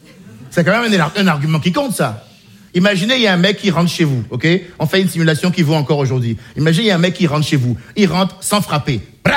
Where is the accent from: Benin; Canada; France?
Benin; J'ai grandi au Bénin. Un petit pays d'Afrique de l'Ouest